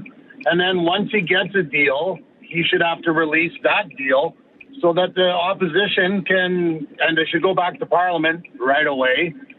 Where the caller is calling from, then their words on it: Canada; As a Canadian